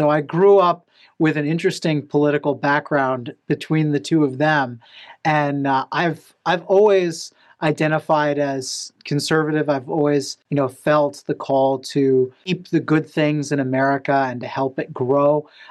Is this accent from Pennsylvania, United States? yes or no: no; Golden, Colorado, United States; also born or lived in Boulder; I like to say I was born in the People's Republic of Boulder, but revolted into orthodoxy in early youth and grew up in Golden. So I was not very far from the Coors factory